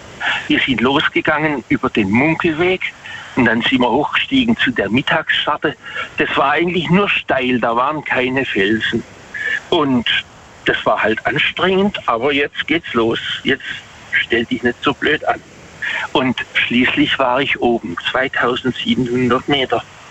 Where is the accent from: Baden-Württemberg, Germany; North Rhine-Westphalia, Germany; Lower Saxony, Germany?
Baden-Württemberg, Germany; Waghäusel; Also ich komme aus Waghäusel.